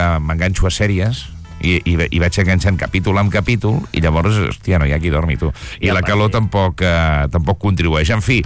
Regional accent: Sant Miquel de Balenyà, Catalonia, Spain; la festa major del meu poble, Sant Miquel de Balanyà

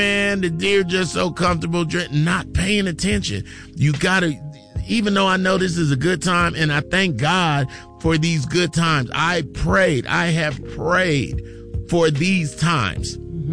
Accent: California, United States; You know, I'm from Cali, so we don't stop at stop signs

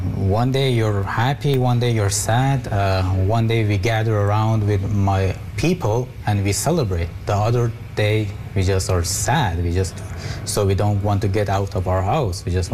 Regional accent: Kermanshah, Kermanshah Province, Iran; I'm from Iran, a borderline city on the west side called Kermanshah. So my ethnicity is Kurdish, but I'm from Iran.

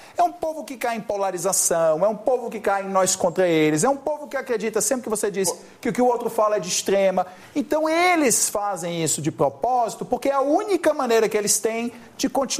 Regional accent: Ceará, Brazil; Eu sou do Nordeste, eu te garanto uma coisa. Se você for ao interior do meu estado, Ceará, que a maioria absoluta das cidades tem um nível educacional sofrível

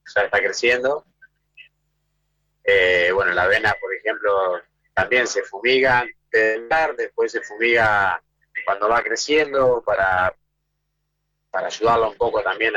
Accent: Olavarría, Buenos Aires Province, Argentina; now in Las Flores, Argentina; Me fui a Olavarría a vivir, porque yo soy de Olavarría. Y volví a Las Flores de vuelta, así que hace 3 años que estoy acá, que me vine a Las Flores.

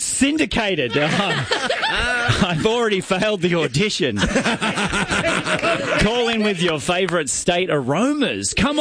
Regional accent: Australia; I'm from Australia. I'm from all the way on the other side of the planet.

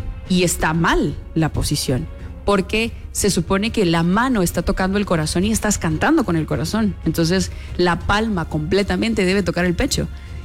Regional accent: Guatemala; born there; nuestra patria, que en este caso es Guatemala, el país que nos vio nacer

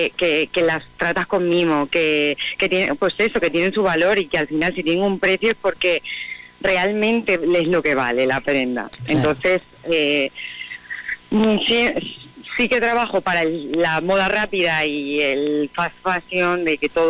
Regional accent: Extremadura, Spain; moved away as an adult; yo llevo viviendo en Ciudad Grande muchísimos años. Yo me fui de Extremadura con 18 y al final también me transmite eso, el volver a lo rural, el volver a mi casa, a mi pueblo, a Extremadura

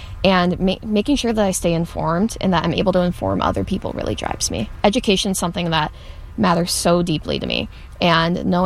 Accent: Oxford, Michigan, United States; I'm from Oxford, Michigan. I am 21

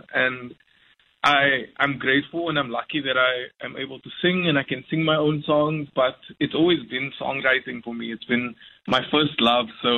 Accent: Cape Town, Western Cape, South Africa; I come from Elsie's River

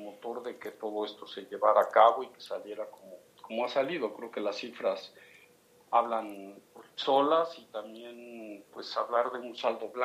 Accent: Mexico; lo que como país, como mexicanos, como iniciativa privada, junto con la mano del gobierno y las instancias, se puede hacer

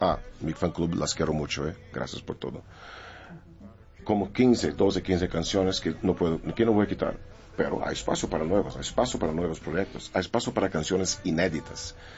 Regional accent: Brazil; No, bueno, soy brasileño, para siempre Brasil.

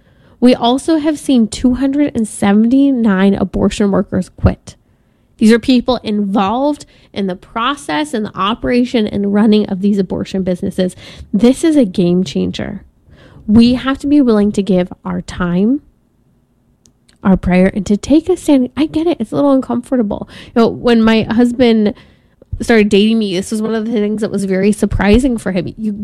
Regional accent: California, United States; especially my home state of California

